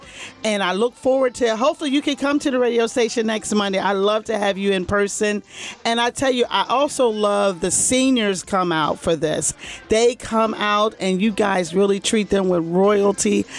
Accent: Baltimore, Maryland, United States; They would come by carloads because I'm from Baltimore, of course. So my parents were from Baltimore.

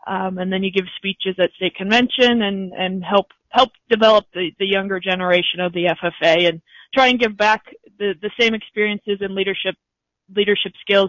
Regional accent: Oakes, North Dakota, United States; I am from Oaks, North Dakota, so the southeast region of the state, and I currently farm down here with my family.

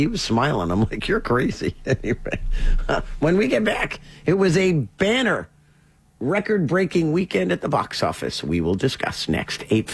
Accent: Rhode Island, United States; moved away; my home state of Rhode Island

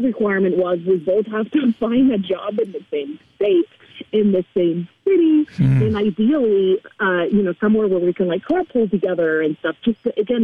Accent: Spain; first language Spanish; English is a second language; I'm from Spain, so Spanish is my first language. I kind of had to learn English as part of learning to fly.

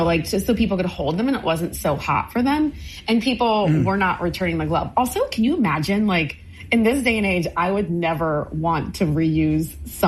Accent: Maryland, United States; Like me growing up in Maryland, those were always the things, a hot dog or a hamburger.

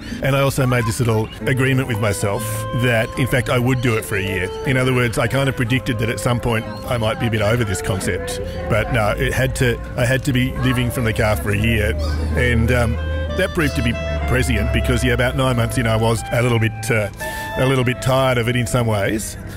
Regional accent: Alice Springs, Northern Territory, Australia; it's still something that makes me understand that I'm from Alice Springs and that means something.

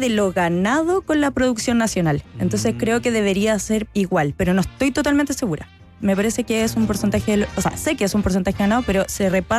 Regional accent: Chile

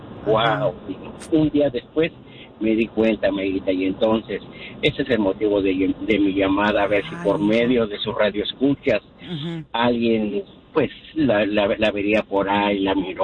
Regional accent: Nicolás Romero, State of Mexico, Mexico; now in Los Angeles, United States; Bueno, yo pues soy del Estado de México, Nicolás Romero, Estado de México. Tengo 32 años aquí en Los Ángeles.

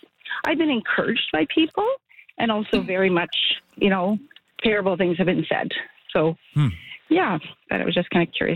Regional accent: Regina, Saskatchewan, Canada; We're from Regina, Saskatchewan. I grew up in an Indigenous population there.

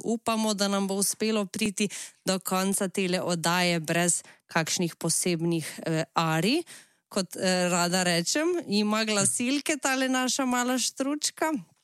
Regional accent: Šmihel, Southeast Slovenia, Slovenia; Pri nas doma v Šmihelu, ne, pri Novem mestu, smo ponavadi za Farfest jedli kakšen dober golaš.

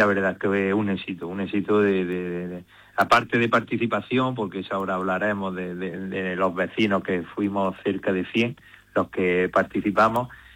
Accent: Anta, Spain; todos somos del municipio de Anta

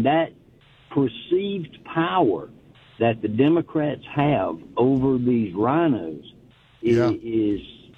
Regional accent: Woodruff, South Carolina, United States; now in McCormick, United States; But I had to reach out today because I live in McCormick. And by the way, I'm from Woodruff, South Carolina, originally.

